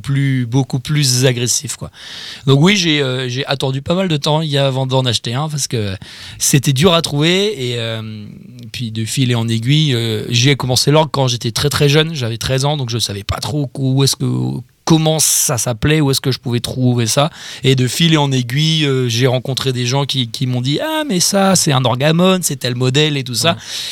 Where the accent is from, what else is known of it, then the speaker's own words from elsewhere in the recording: Paimpol, Brittany, France; Exactement, on est originaire de Paimpol et nos ancêtres étaient à La Rojonne, à côté de Tréguier. Donc oui, on est bien du coin.